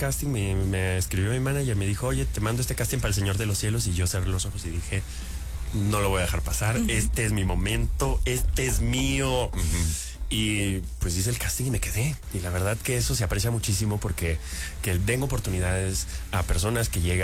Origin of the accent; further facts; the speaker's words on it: Peru; Isabela es cubana, Denia es griega, yo soy peruano.